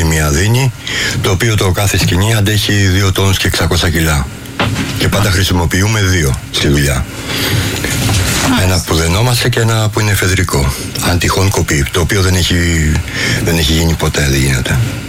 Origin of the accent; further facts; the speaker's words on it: Central Greece, Greece; Στη Φωκίδα, η Τέα Φωκίδας.